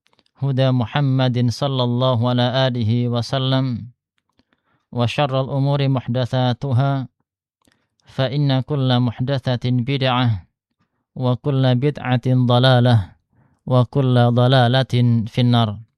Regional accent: Sragen, Central Java, Indonesia; also born or lived in Jember; now in Perawang, Indonesia; Kalau ana asalnya dari Sragen.

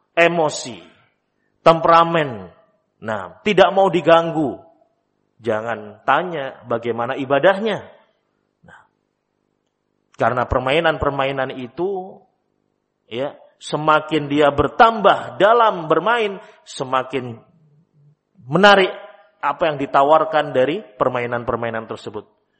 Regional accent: Java, Indonesia

